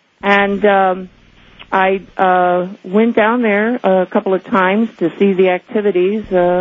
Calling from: Moscow, Russia; I'm calling from Moscow, Russia.

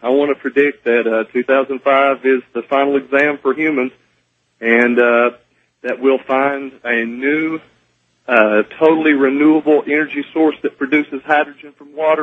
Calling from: Chattanooga, Tennessee, United States; I'm calling from the Chattanooga area. Tennessee.

